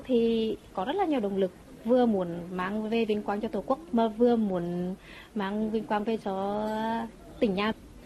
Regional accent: Hà Tĩnh, Vietnam; Mình là người sinh ra ở Hà Tĩnh và lớn lên ở Hà Tĩnh

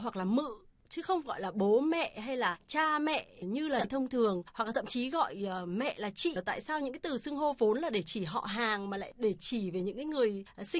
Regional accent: North Central Coast, Vietnam; Chi tiết này mà bản thân tôi là quê gốc Nghệ An, Hà Tĩnh ạ

